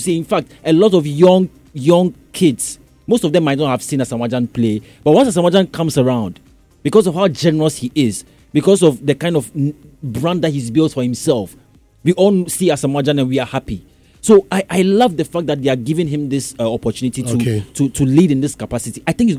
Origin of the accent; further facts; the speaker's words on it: Ghana; Then I told them that I was from Ghana through conversation.